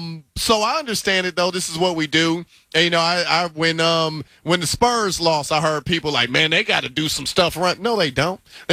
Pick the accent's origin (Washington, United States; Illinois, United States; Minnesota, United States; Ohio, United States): Ohio, United States; Cleveland; Look, I'm from Cleveland, right?